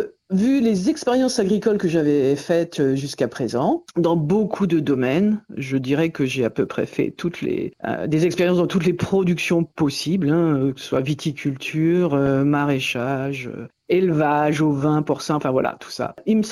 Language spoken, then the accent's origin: French; Normandy, France; moi je suis né en Normandie, dans la Manche plus exactement, et dans une famille de paysans normands avec des vaches laitières.